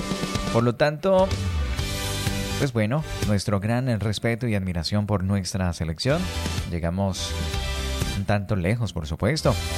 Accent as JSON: {"language": "Spanish", "country": "Colombia"}